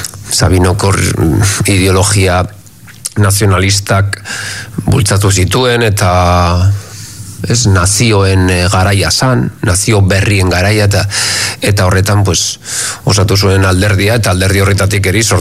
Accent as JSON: {"language": "Basque", "region": "Basque Country", "country": "Spain", "said": "nik esaten nuen beitu ni independentista naiz eta euskalduna naiz bakarrik eta gaur egun ez dut esaten."}